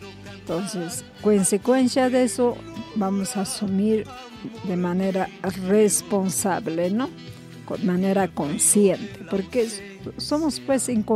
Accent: Ayacucho, Peru; Como buenos huamanguinos, como buenos ayacuchanos, tenemos que cuidar la imagen de nuestra querida región.

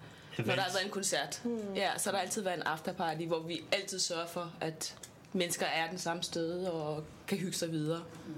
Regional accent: Tanzania; Jeg er jo ikke... Jeg er fra Tanzania.

